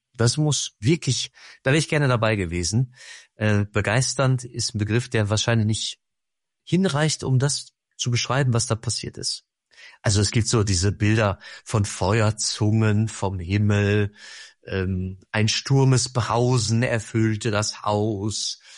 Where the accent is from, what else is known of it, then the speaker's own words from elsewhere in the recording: Rade, Germany; Ich bin gerade bei meinen Eltern und also in Rade in meiner Heimat